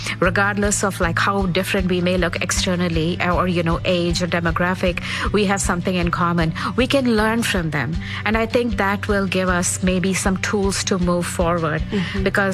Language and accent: English; India; now in New York City, United States; I was born and raised in India. I work in tech. I do stand-up comedy and storytelling, mostly in New York City.